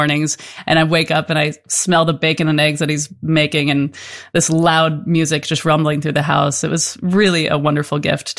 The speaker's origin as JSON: {"language": "English", "town": "Farmington", "region": "Connecticut", "country": "United States", "tie": "born or raised there", "said": "I grew up in Farmington, Connecticut"}